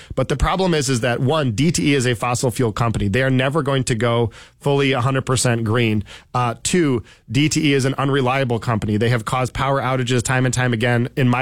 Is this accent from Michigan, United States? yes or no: yes; Ann Arbor, Michigan, United States; I'm a proud Ann Arborite who went through Ann Arbor Public Schools